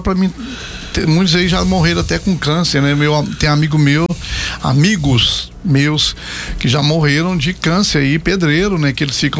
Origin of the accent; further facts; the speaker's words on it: Uruaçu, Goiás, Brazil; born there; now in Anápolis, Brazil; Por eu ter nascido ali no Tocantins, que eu também, né? Nasci no Goiás, em Uruaçu, e lá é norte, é super quente, semiárido, né?